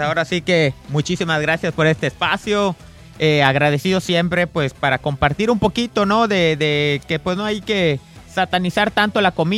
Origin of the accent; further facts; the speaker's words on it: Buctzotz, Yucatán, Mexico; Yo vengo orgullosamente de Buxots